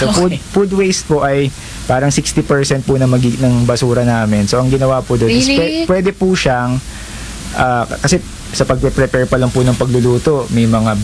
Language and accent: Tagalog; Bulacan, Central Luzon, Philippines; since taga Bulacan po ako